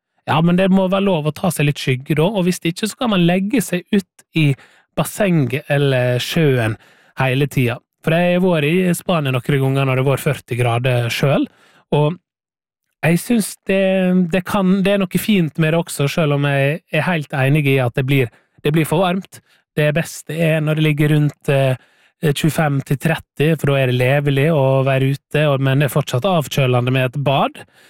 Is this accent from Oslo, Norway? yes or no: no; Møre og Romsdal, Norway; moved away; Jeg vet jo for eksempel at min familie, mine foreldre hjemme på Sunnmøre ganske irritert over at de sender snaps fra hovedstaden med sol og 28 grader når de selv opplever regn.